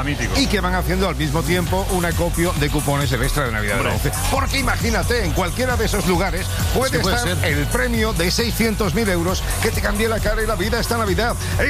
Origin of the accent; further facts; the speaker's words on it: Cádiz, Andalusia, Spain; Yo soy de Cádiz